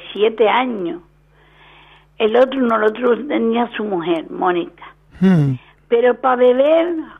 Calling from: Utiaca, Canary Islands, Spain; Soy de Utiaca, de La Solana. Yo me casé en la iglesia Utiaca.

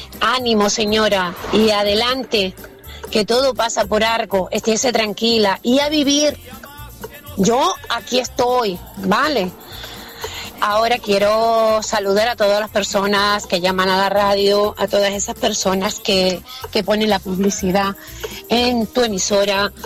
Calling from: Santa Lucía de Tirajana, Canary Islands, Spain; de Santa Lucía

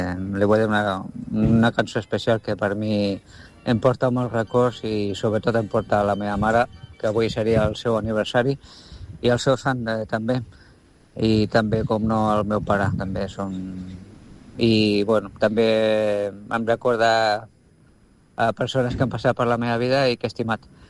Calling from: Mataró, Catalonia, Spain; des d'aquí de Mataró

